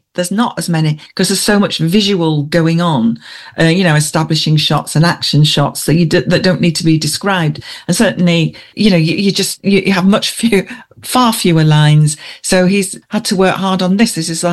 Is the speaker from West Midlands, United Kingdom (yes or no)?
no; Yorkshire and the Humber, United Kingdom; also born or lived in Esholt; now in North West England, United Kingdom; I'm from Yorkshire originally, and but I've lived this side of the Pennines for a very long time now.